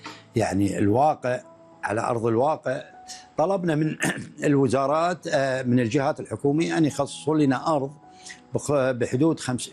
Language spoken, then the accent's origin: Arabic; Kuwait; ووجود خبراء وكبار في مجال المعالجات الطب البديل عندنا في الكويت